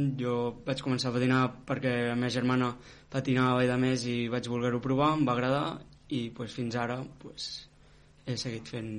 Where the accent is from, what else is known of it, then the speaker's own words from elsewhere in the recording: Olèrdola, Catalonia, Spain; vam fer una entrevista al meu poble, a Olèrdola també